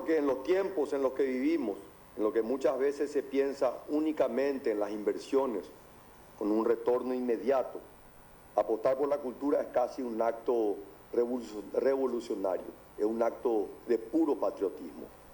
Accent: Paraguay; vengo como un paraguayo, amante de nuestra tierra, orgulloso de nuestras raíces.

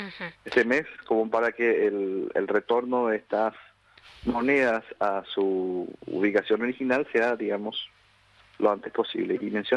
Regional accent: Paraguay; como a todos nosotros como paraguayos y paraguayas.

